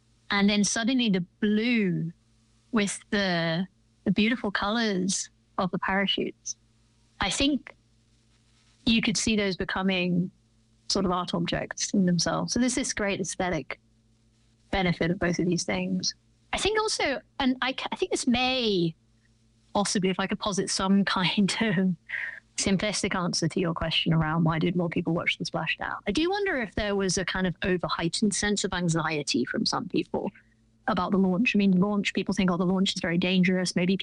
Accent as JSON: {"language": "English", "region": "England", "country": "United Kingdom", "said": "And I've instituted this norm that as English people do and also as philosophers do, after the philosophy session, we go to the pub to talk about philosophy."}